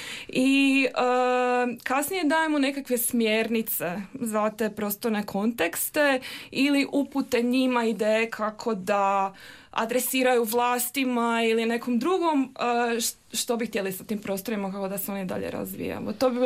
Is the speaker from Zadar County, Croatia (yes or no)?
no; Split, Split-Dalmatia County, Croatia; ja sam iz Splita